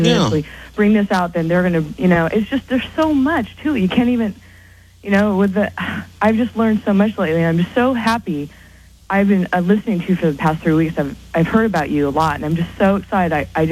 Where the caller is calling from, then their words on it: California, United States; I'm calling from California.